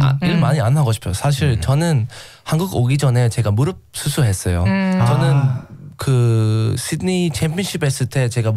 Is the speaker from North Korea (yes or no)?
no; Australia; Korean is a second language; now in Sydney, Australia; 제가 호주 사람.